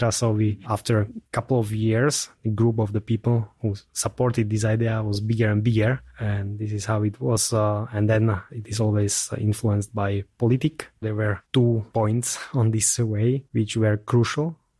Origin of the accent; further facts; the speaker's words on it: Slovakia; I'm from Tatra Mountains, let's say.